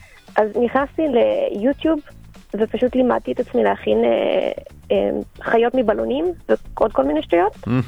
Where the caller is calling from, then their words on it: Jerusalem, Jerusalem District, Israel; מהרכב בירושלים כרגע, עצרתי בצד הדרך.